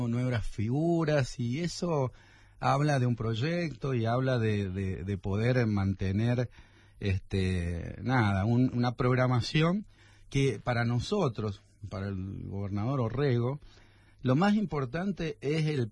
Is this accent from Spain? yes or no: no; Jáchal, San Juan, Argentina; todos los que somos de acá, de Hachal